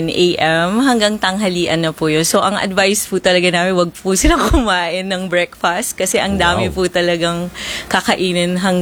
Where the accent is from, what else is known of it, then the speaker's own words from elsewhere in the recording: Malabon, Metro Manila, Philippines; taga Malabon po ako.